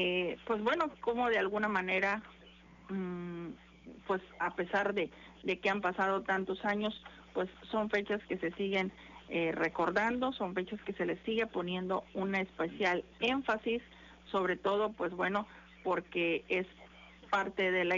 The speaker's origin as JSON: {"language": "Spanish", "country": "Mexico"}